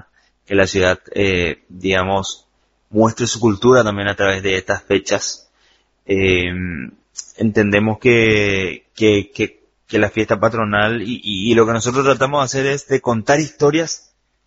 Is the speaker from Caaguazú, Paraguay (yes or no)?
no; San Lorenzo, Central, Paraguay; soy de la ciudad de San Lorenzo, nacido y criado en San Lorenzo